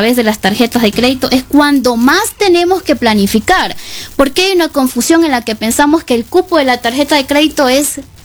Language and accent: Spanish; Guayaquil, Guayas, Ecuador; Yo fui criada por mi madre en Guayaquil, en una zona popular, en el suburbio de Guayaquil.